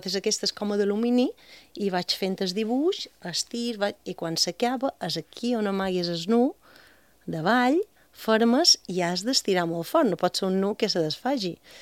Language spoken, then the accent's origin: Catalan; Bunyola, Balearic Islands, Spain